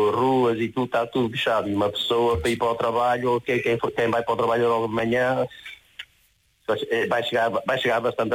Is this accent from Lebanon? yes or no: no; Portugal; moved away; also born or lived in Guimarães / Porto; Porque eu com 14 anos, eu com 14 anos já estava a trabalhar em Guimarães e Guimarães foi para o Porto. E aí, está a ver, uma pessoa às vezes, é como agora, por exemplo, no mês de julho, ou mês de agosto, quando vou a Portugal, às vezes vou para a minha terra